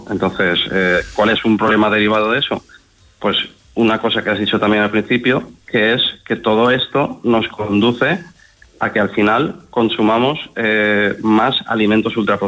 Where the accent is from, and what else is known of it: Valencia, Valencian Community, Spain